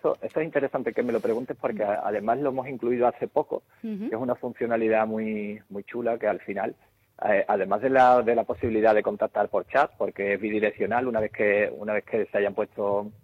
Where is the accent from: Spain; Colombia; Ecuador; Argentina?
Spain; Chipiona, Andalusia; Aunque tengo que decir que yo soy de Cádiz, soy de Chipiona, pero bueno, ya soy.